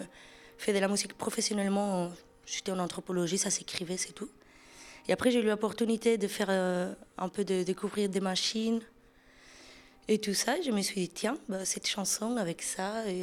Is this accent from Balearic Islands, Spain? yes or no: no; Seville, Andalusia, Spain; born there; French is a second language; moved away; also born or lived in Granada; Je suis née à Séville, toute ma famille est là-bas. Je fais mes études à Grenade.